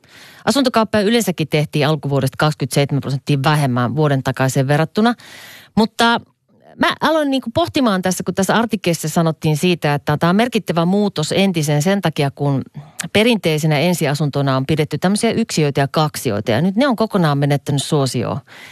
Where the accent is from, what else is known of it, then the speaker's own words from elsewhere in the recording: Kajaani, Kainuu, Finland; now in Helsinki, Finland; mä oon itse Kajaanista kotosin, ja kun mä mietin mun aikaa nuorena Kajaanissa